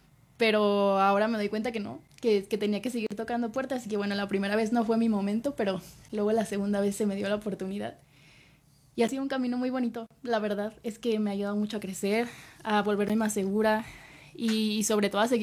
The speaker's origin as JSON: {"language": "Spanish", "town": "Monterrey", "region": "Nuevo León", "country": "Mexico", "lives_now": "Mexico City, Mexico", "said": "y que yo que vengo de Monterrey, obviamente toda la gente de otras ciudades pues queremos venir aquí a la capital a cumplir nuestros sueños"}